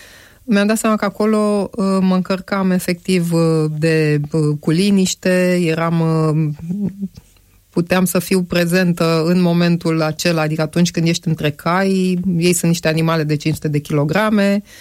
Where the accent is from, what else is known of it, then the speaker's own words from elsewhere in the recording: Bucharest, Romania; Da, m-am născut și am crescut în București.